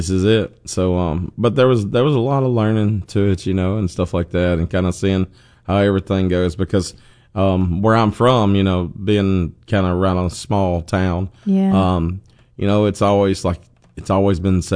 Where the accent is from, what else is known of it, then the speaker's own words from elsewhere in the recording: Tupelo, Mississippi, United States; I grew up on right about 7 minutes from … birthplace.